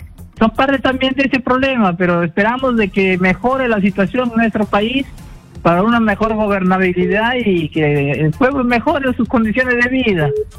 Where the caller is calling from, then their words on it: Piura, Peru; de Piura.